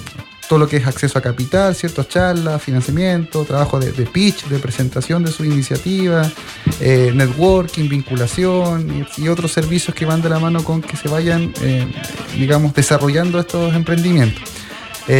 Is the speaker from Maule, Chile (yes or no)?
no; Queilén, Los Lagos, Chile; Pero es bonito estar acá en Chiloé. O sea, yo soy de Keilen. He estado en otras partes, pero es bonito estar desde acá levantando esta iniciativa